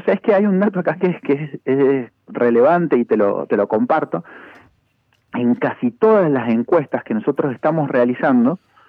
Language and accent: Spanish; Argentina